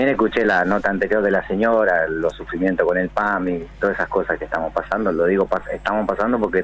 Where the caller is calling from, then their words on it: Santa Fe, Argentina; Estamos en el norte casi de Santa Fe, estamos a 220 kilómetros del Chaco